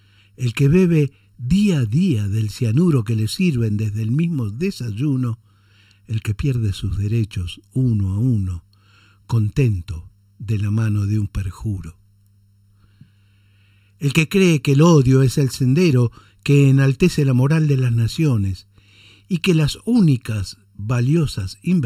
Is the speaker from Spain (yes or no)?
no; Argentina; Es increíble que esto esté pasando en mi país.